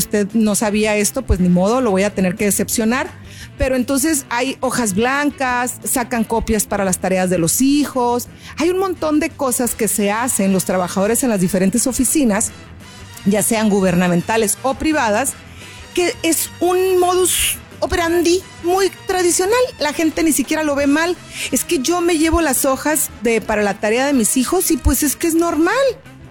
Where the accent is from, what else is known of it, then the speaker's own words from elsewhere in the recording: Mexico; finalmente somos mexicanas y tenemos que hablar de esto